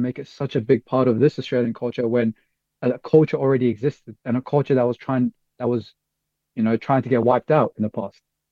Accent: Xinjiang, China; I've tried to explain to people that I'm from East Turkestan, I show them on the map and everything. Obviously, East Turkestan isn't there.

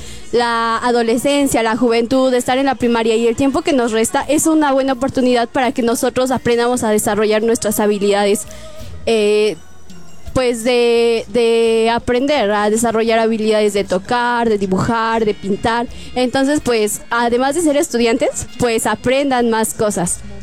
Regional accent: San Simón del Alto, State of Mexico, Mexico; Saludos a todos allá en mi pueblito, San Simón del Alto.

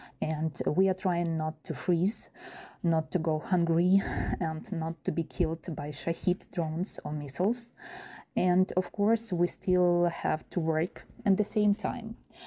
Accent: Kharkiv, Kharkiv Oblast, Ukraine; now in Poltava, Ukraine; I'm from Kharkiv, but now together with my son, we live in Poltava, not far from my hometown.

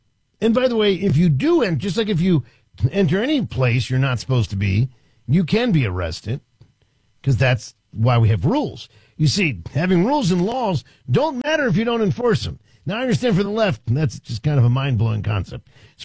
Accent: Washington, District of Columbia, United States; I grew up in Washington, D.C.

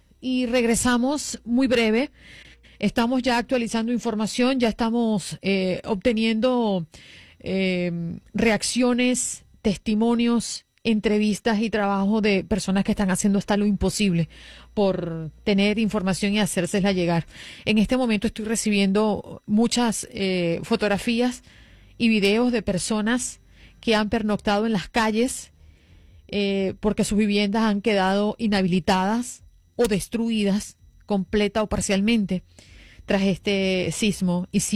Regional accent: Venezuela

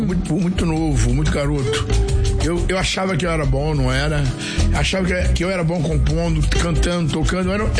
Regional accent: Belo Horizonte, Minas Gerais, Brazil; Eu sou mineiro de Belo Horizonte.

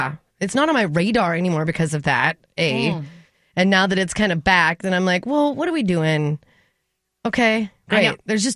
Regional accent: North Dakota, United States; But growing up in North Dakota, we were so behind anyway.

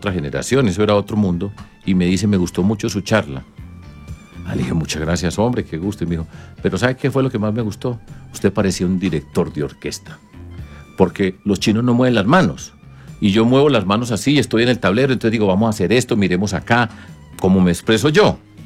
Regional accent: Colombia; yo soy colombiano, hijo de madre

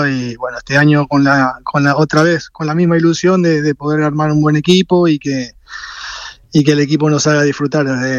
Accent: Argentina; como argentinos a nosotros nos ilusiona muchísimo.

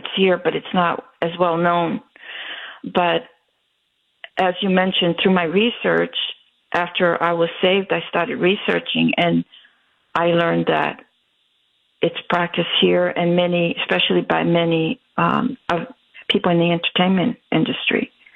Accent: Brazil

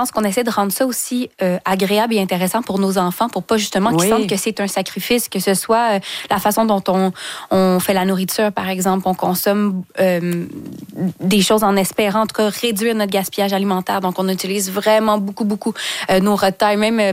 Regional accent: Saint-Hyacinthe, Quebec, Canada; moi, je venais du 450, je viens de Saint-Hyacinthe, donc j'avais ma voiture depuis que je suis adolescente.

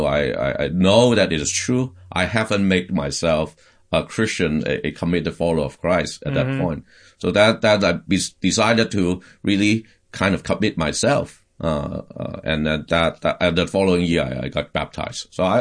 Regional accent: Hong Kong; So I was born and raised in Hong Kong.

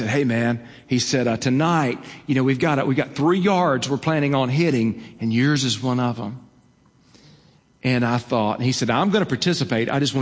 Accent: Alabama, United States; born or raised there

